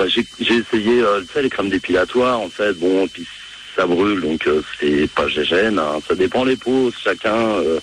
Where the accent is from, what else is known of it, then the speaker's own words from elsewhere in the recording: Paris, Île-de-France, France; moved away as an adult; now in Roubaix, France; Je suis originaire de Paris